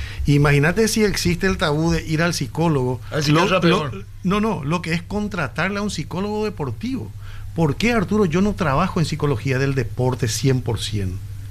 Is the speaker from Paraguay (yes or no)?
yes; Ciudad del Este, Alto Paraná, Paraguay; Todos somos de Ciudad del Este, entre Hernandarias, Mingaguazú.